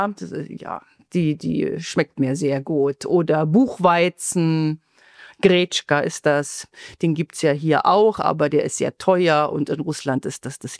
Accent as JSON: {"language": "German", "region": "Berlin", "country": "Germany", "tie": "born or raised there", "also_born_or_lived": "Moscow, Russia", "moved": "as an adult", "said": "Und als Kind der Großstadt, ich komme ja aus Berlin"}